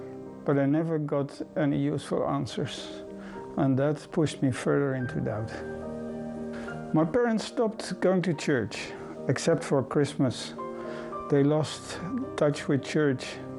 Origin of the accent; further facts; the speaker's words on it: Netherlands; I'm from Holland, from a Dutch Reformed family.